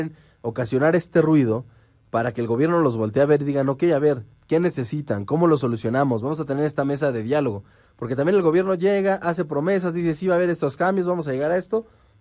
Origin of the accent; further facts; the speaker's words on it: Mexico; a nosotros como mexicanos